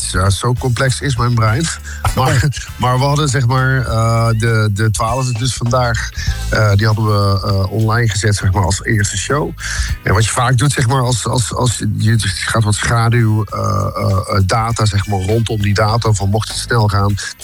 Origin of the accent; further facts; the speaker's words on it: Waalwijk, North Brabant, Netherlands; En al die mensen, en waar heel veel bekenden, ook uit Waalwijk, waar ik opgegroeid ben.